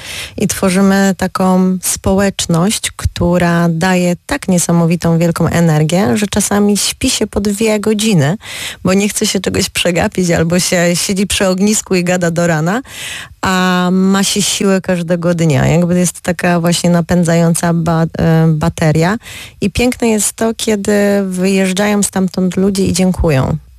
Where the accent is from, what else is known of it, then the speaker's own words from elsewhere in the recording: Silesian Voivodeship, Poland; moved away as an adult; now in Opole, Poland; Znaczy pochodzę co prawda ze Śląska, ale sprowadziłam się tutaj 17 lat temu, przyjechałam